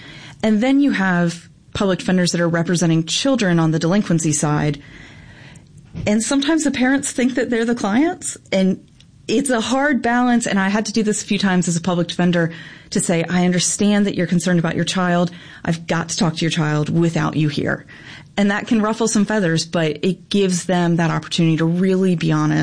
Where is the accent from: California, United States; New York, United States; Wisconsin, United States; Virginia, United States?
Virginia, United States; to do an internship after my sophomore year of college with the Family Services Unit in Virginia, in my hometown.